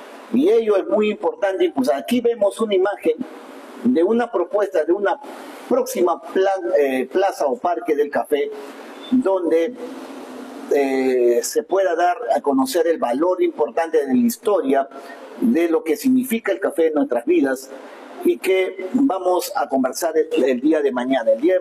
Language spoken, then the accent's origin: Spanish; Pichanaki, Junín, Peru; de dónde venimos como pichanaquinos, de dónde venimos como selva central